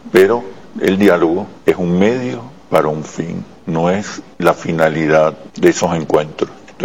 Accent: Venezuela; es lo que nos define hoy como venezolanos, la preocupación por la economía.

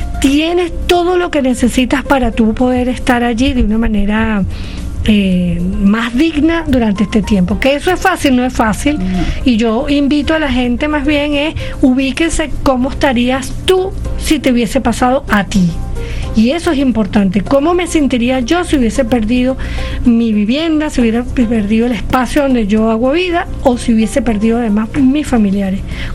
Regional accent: Venezuela; todos somos parte del Estado

